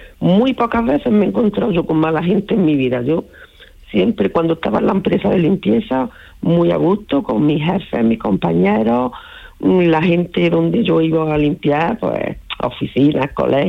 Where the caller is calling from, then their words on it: La Zubia, Andalusia, Spain; yo estoy en La Zubia, a 5 minutillos de Granada.